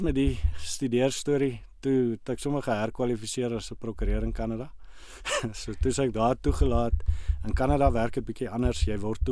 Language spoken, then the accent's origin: Afrikaans; Bloemfontein, Free State, South Africa; also born or lived in Pretoria; ek is op 'n baie jong ouderdom, dink 3 maande oud. My ma kom van Bloemfontein af, so toe's ek en my ma Bloemfontein toe en ek het toe nou daar groot geword.